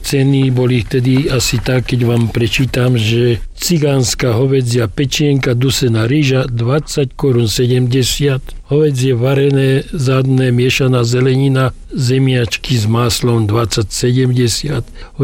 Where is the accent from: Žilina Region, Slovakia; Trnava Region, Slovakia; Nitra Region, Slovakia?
Žilina Region, Slovakia; Hybe; pochádzam z Hyb